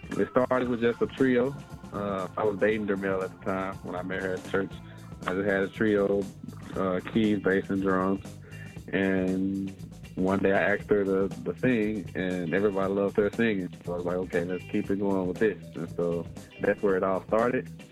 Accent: Little Rock, Arkansas, United States; now in Memphis, United States; Well, I grew up in Little Rock, Arkansas. I moved to Memphis and after I graduated high school in 2003.

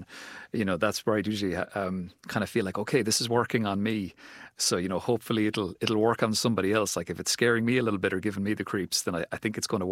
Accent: Cork, Munster, Ireland; We even shot it where I grew up. So I'm from Cork, which is

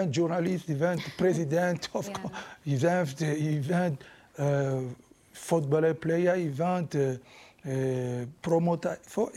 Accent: DR Congo; English is a second language

